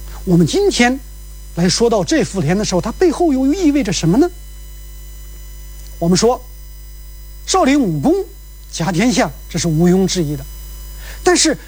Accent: China; 我们中国人

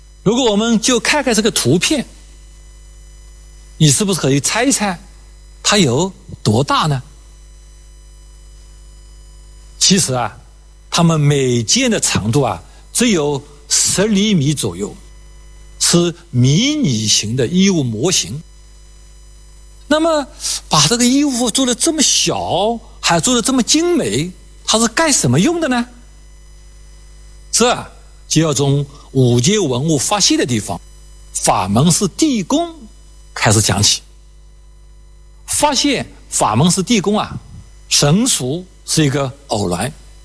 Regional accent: China; 我们中国人

